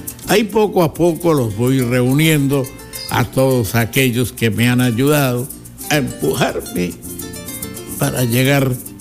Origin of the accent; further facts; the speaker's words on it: San Martín de los Llanos, Meta, Colombia; a todo mi pueblo que es parte de mi sangre, San Martín del Alma.